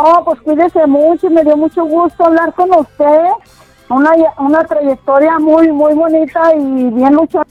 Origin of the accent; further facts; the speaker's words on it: Calera, Zacatecas, Mexico; moved away; Soy de Calera.